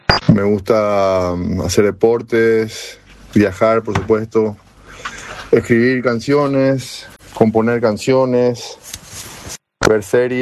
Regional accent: Asunción, Paraguay; born there; Nací en Asunción, en el Mercado 4, en el Hospital del Dentista.

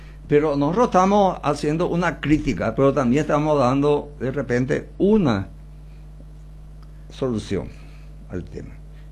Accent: Coronel Oviedo, Caaguazú, Paraguay; me considero realmente un ovetense

